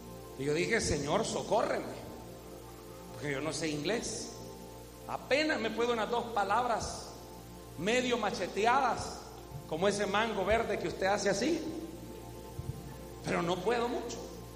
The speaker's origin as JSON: {"language": "Spanish", "country": "El Salvador", "said": "Soy indio salvadoreño"}